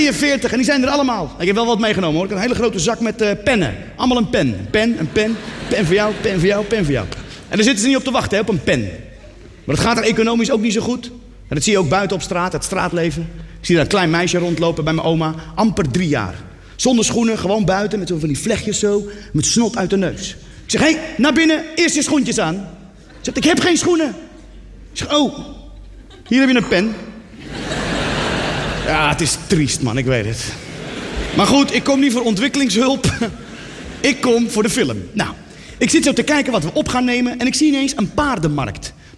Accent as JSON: {"language": "Dutch", "country": "Netherlands", "said": "ik kom uit Nederland, daar heb je geen zwerfpaarden."}